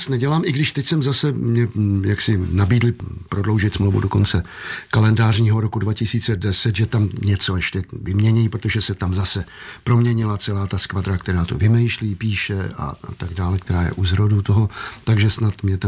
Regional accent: Vrdy, Central Bohemian Region, Czechia; Moje rodná vesnice se jmenuje, prosím pěkně, Vrdy Bučice.

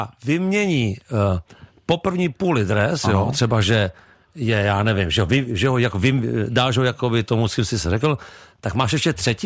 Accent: Prague, Czechia; A narodil jsem se na bojišti Praha 2, celý život jsem jako v Praze

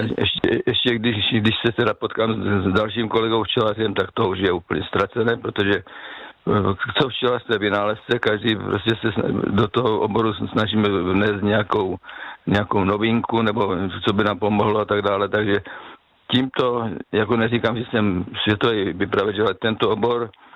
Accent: South Moravian Region, Czechia; Já jsem z Jižní Moravy, tak tam se neříká babička, ale tam se říká stařenka.

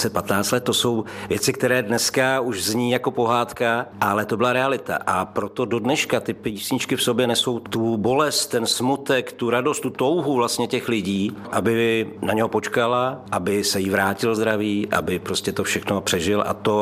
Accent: Moravia, Czechia; protože jsem z Moravy a vyrůstal jsem v souboru, který vedla tvoje maminka

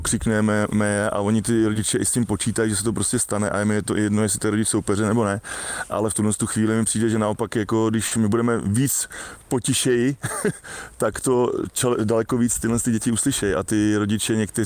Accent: Děčín, Ústí nad Labem Region, Czechia; a u nás v Děčíně kor, jakoby, my to máme prostě rádi, to my to máme v krvi, my tady na severu to máme trošku složitější

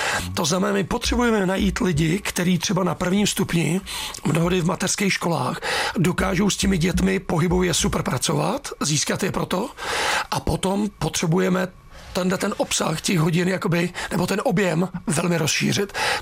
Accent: Příbram, Central Bohemian Region, Czechia; já jsem Příbramák, jsem z Brd

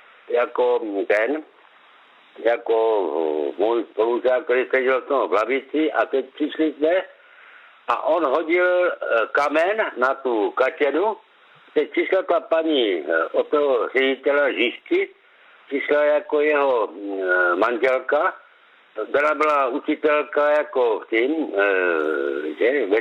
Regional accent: Krnov, Moravian-Silesian Region, Czechia; Já jsem rodák z Krnova

